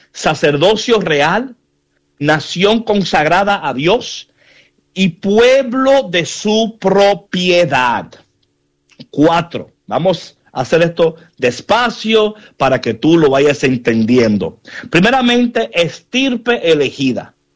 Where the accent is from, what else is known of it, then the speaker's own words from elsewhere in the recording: New York, United States; yo me acuerdo cuando yo crecí en New York.